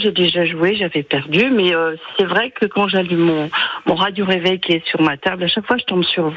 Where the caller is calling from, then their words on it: Chaumont, Grand Est, France; je suis à Chaumont, dans mon canapé.